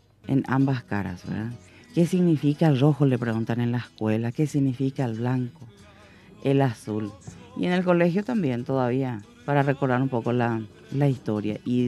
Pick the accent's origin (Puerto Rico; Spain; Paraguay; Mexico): Paraguay; Tenemos que tratar siempre de hacer lo que nos corresponde como paraguayos